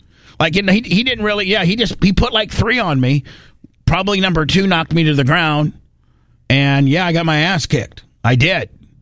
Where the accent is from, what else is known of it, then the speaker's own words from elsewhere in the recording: Midwest, United States; I was just a regular kid growing up in the Midwest